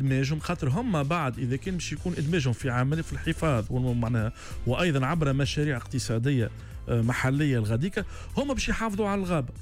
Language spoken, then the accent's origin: Arabic; Tunisia; كان ثم عندنا في تونس باتريمون ايكولوجيك مزيان